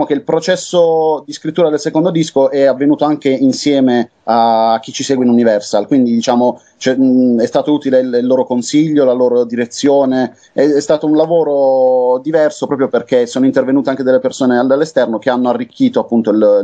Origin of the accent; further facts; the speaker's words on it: Apulia, Italy; Tieni presente che noi abbiamo iniziato a suonare in Puglia, siamo cresciuti in Puglia anche musicalmente, tuttora condividiamo progetti con altri musicisti pugliesi